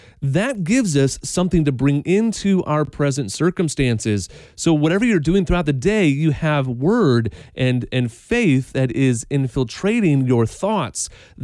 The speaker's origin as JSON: {"language": "English", "town": "Chicago", "region": "Illinois", "country": "United States", "tie": "born or raised there", "lives_now": "New England, United States", "said": "I grew up in the Chicago area, so we didn't have a lot of nature there."}